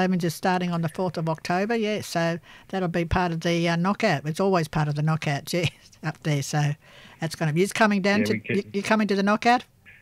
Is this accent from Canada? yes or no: no; Queensland, Australia; moved away; Yeah, I'm from Queensland.